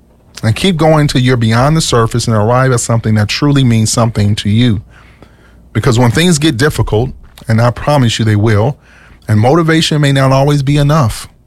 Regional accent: Minnesota, United States; also born or lived in the South (US); I grew up here

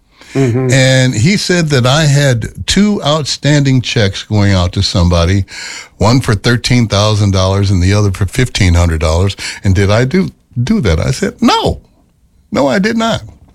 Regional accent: Memphis, Tennessee, United States; born there; moved away as an adult; I was born in Memphis, Tennessee. And I said this before last week. I've been in Minnesota now since I got out of the military and left and got out of Vietnam. This is my home now.

